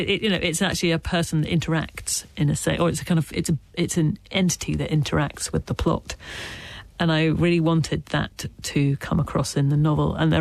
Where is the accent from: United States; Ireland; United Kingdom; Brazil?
Ireland; accent: British; I can't listen to myself in my very British voice saying the sentence, I'm Irish.